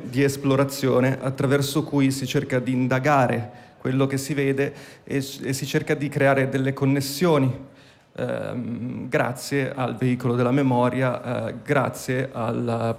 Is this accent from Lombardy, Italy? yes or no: yes; Lombardy, Italy; born there; Io sono nato in provincia di Como, e quindi anche per questo il lato sghembo è un lato provinciale, mi appartiene, e sono nato nel 1992.